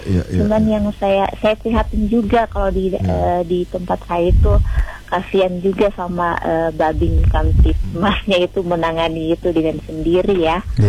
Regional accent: Surakarta, Central Java, Indonesia; Saya sebenarnya baru datang kemarin dari ini ya. Saya dari Solo Mas Rudi.

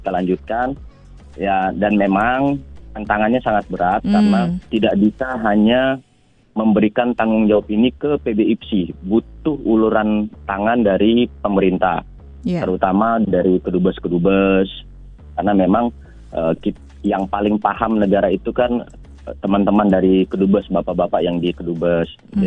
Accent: Palu, Central Sulawesi, Indonesia; Saya kebetulan juga dari kampung dulu, saya dari Palu, Sulawesi Tengah.

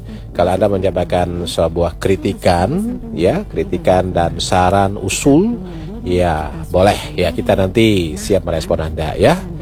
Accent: Maluku, Indonesia; kita sebagai warga Maluku yang memang peduli dan memang sayang dan cinta kepada provinsi ini, kita mau Maluku ini lebih maju, lebih baik

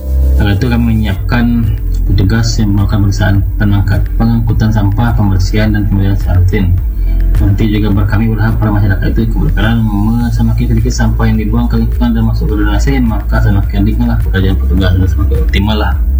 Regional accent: Padang, West Sumatra, Indonesia; kita sendiri sebagai warga Kota Padang.

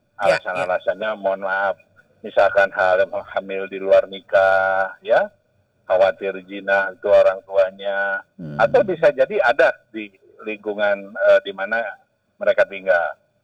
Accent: West Java, Indonesia; kabupaten kota kita ini, Jawa Barat tercinta ini

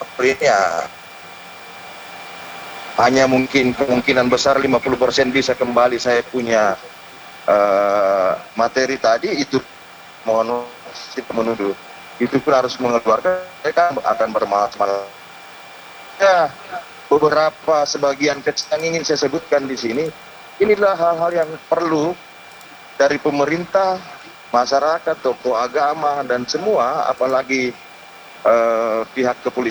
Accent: Sidrap, South Sulawesi, Indonesia; Karena jujur Pak, sebagai orang Sidrap tentu saya malu dan harap, walaupun saya tidak mengatakan daerah lain, tetapi kas ini bukan hanya ada di Sidrap, Pak.

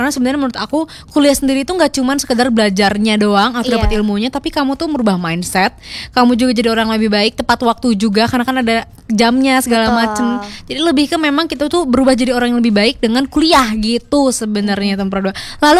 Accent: Purwokerto, Central Java, Indonesia; Iya, Jawa. Ya, Jawa Tengah, aku di Purwokerto.

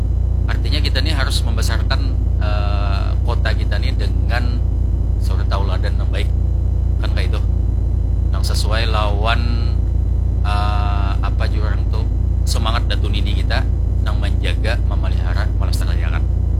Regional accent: Banjarmasin, South Kalimantan, Indonesia; Nah, sebaiknya kita orang Banjar, baik itu masyarakatnya kah atau pemerintahannya kah, diharapkan memaksimalkan untuk menjaga lingkungan lagi. Baik itu sungai, karena kota kita Banjarmasin ini adalah kota sungai.

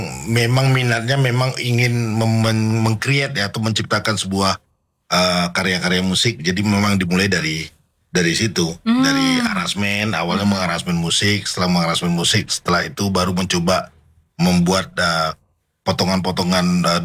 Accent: Riau, Indonesia; sebagai saya orang Melayu

